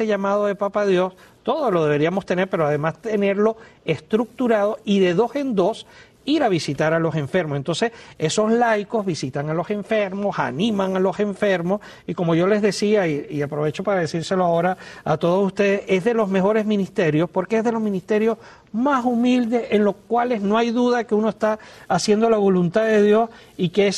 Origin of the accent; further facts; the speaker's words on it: Venezuela; born there; moved away; el país donde yo nací, en Venezuela